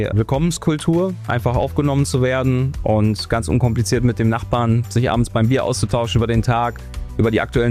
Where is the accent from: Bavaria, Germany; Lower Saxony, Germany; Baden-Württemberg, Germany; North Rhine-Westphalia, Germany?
North Rhine-Westphalia, Germany; Hamm; born there; now in Solingen, Germany; Ich komme gebürtig aus Westfalen, aus Hamm in Westfalen. Ja, die Liebe hat mich dann tatsächlich vor 2 Jahren hier nach Solingen-Grefrath verschlagen.